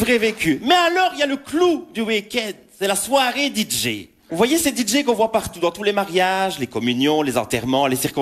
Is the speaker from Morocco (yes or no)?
no; Wallonia, Belgium; je viens du Hainaut.